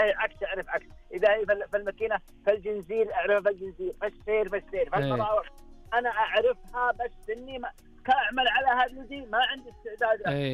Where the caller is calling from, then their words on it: Saudi Arabia; حنا كسعوديين